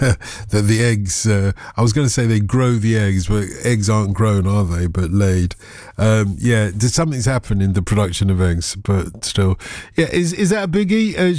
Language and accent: English; Tottenham, London, United Kingdom; I grew up in Tottenham, and there used to be a huge shop run by an old geezer